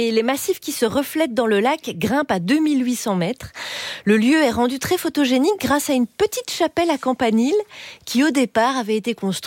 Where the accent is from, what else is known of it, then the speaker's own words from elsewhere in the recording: Belgium; Et moi, en tant que Belge